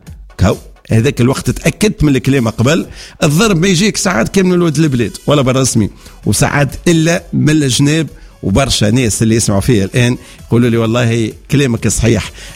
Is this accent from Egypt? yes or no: no; Tunisia